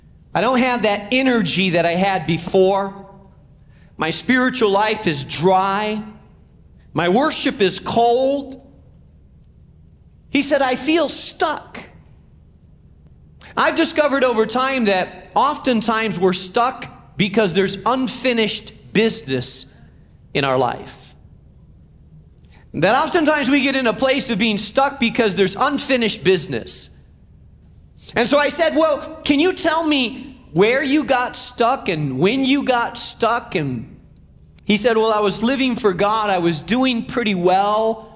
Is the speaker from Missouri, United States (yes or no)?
no; Chicago, Illinois, United States; we're from Chicago